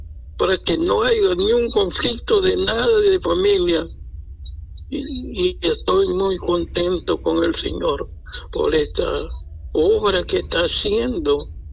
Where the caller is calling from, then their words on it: Lima, Peru; llamo de Surquillo.